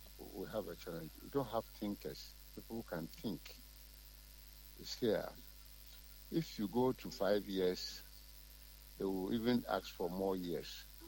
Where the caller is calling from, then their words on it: Ghana; I'm calling from Asakare.